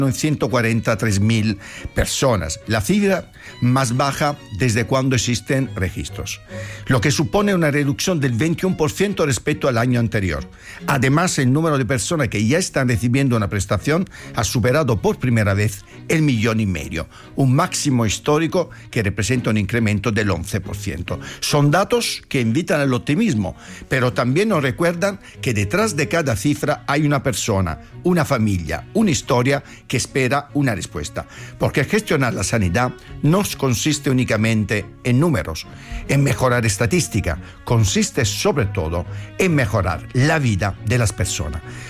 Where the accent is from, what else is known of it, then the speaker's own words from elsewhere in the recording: Italy; Spanish is a second language; now in Spain; y lo digo también como italiano, que viene de otro país